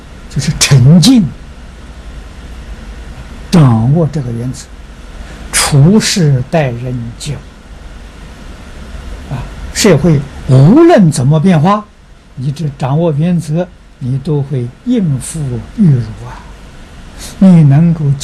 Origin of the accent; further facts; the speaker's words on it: China; 我们中国人称这个天主啊叫玉皇大帝